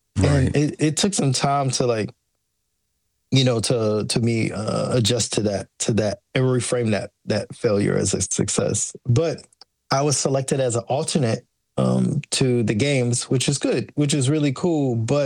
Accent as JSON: {"language": "English", "country": "United States"}